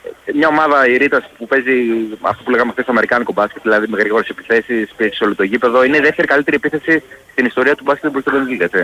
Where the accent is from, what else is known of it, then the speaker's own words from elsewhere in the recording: Greece; επειδή είμαστε Έλληνες και είμαστε εδώ πέρα που είμαστε.